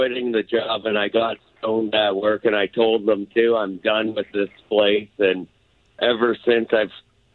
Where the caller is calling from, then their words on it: Canada; I'm calling from Canada